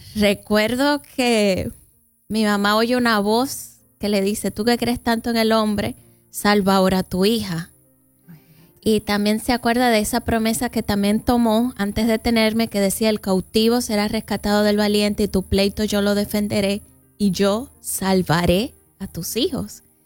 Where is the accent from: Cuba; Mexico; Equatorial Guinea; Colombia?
Cuba; also born or lived in Placetas / Santa Clara; soy cubana.